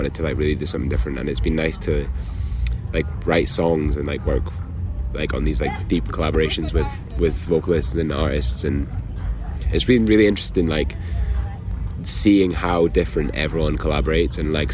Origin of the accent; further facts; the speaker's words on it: Scotland, United Kingdom; obviously we're both Scottish